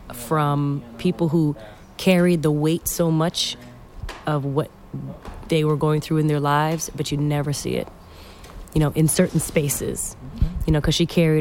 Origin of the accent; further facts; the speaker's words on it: New York, United States; yeah, and I'm from New York as well. Born and raised all over this beautiful state.